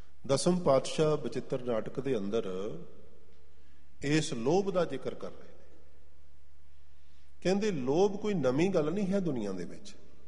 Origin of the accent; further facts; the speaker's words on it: Saheri, Punjab, India; ਮੇਰਾ ਇਲਾਕਾ ਹੈ ਮਰਿੰਡੇ ਦੇ ਕੋਲ, ਪਿੰਡ ਹੈ ਸਹੇੜੀ, ਗੰਗੂ ਬ੍ਰਾਹਮਣ ਦਾ ਪਿੰਡ।